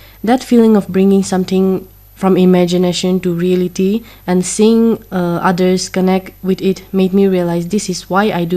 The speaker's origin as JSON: {"language": "English", "region": "Nagaland", "country": "India", "tie": "born or raised there"}